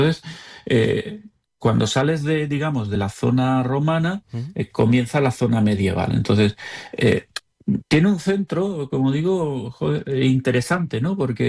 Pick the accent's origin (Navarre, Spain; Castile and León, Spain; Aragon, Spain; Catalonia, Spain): Catalonia, Spain; Tarragona; es que soy de Tarragona